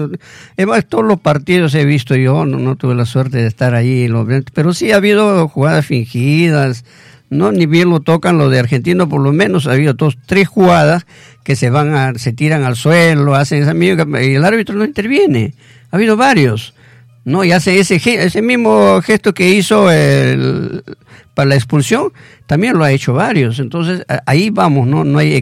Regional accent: Mangas, Ancash, Peru; born there; now in Lima, Peru; mi pueblo de Mangas, acá en Lima

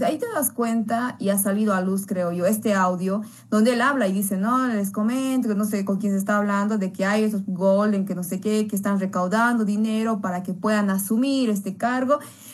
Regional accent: Bolivia

